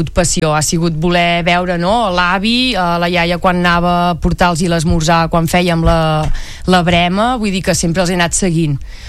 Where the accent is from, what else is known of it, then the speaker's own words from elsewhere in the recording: Capmany, Catalonia, Spain; nosaltres venim de Campmany, de fet el nostre origen ja és Campmany